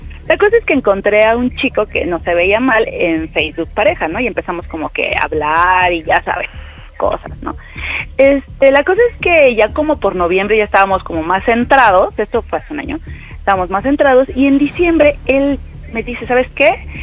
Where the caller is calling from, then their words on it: Mexico City, Mexico; Soy de aquí, de la Ciudad de México, y tengo 37 años.